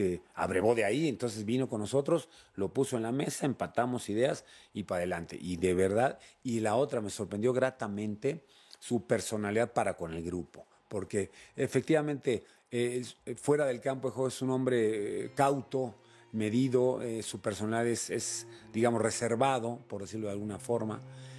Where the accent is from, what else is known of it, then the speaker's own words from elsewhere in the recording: Mexico; siendo mexicanos